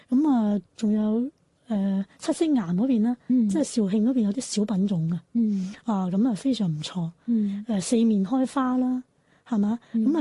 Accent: Guangzhou, Guangdong, China; 问我你喺边度嘅嚟嘅，我广州人嚟嘅，佢好中意啊

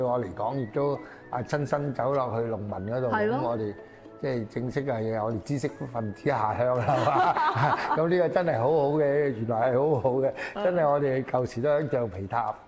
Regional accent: Foshan, Guangdong, China; moved away; 我家鄉順德佛山區嘅佛山順德區

